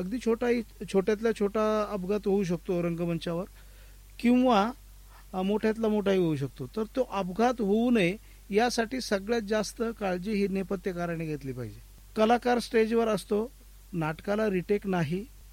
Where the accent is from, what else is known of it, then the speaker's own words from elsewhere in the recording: Wadzire, Maharashtra, India; also born or lived in Mumbai; now in Ahmednagar, India; parallelly मी मूळचा पारनेर तालुक्यातला वडझिरे गावचा, माझ्या शेजारचं गाव देवी भैरे